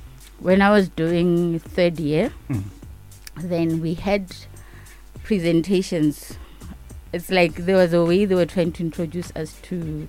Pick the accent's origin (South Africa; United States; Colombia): South Africa; Limpopo; Oh, it's I grew up at Mashashani.